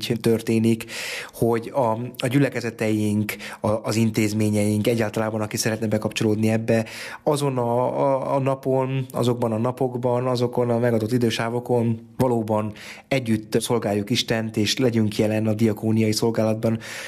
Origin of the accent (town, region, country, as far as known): Szabolcs-Szatmár-Bereg, Hungary; born there